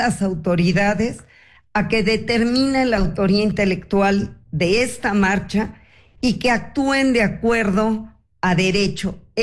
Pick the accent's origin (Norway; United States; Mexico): Mexico; 5 o 6 generaciones de judíos mexicanos que aportamos en la ciencia, en el arte, en el periodismo, en la empresa, y que se pagan impuestos, y que somos mexicanos.